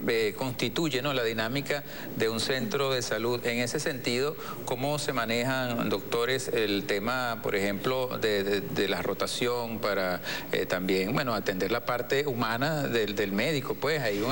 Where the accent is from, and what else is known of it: Venezuela